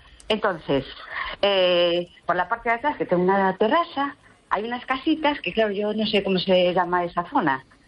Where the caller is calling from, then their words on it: A Coruña, Galicia, Spain; vivo en La Coruña.